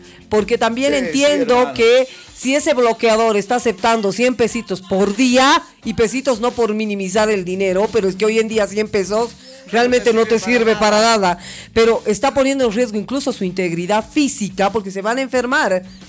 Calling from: Bolivia; todos somos bolivianos

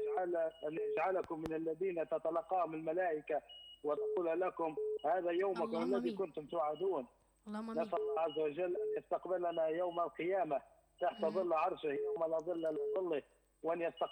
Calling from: Libya; يعم السلام على بلادنا ليبيا الحبيبة

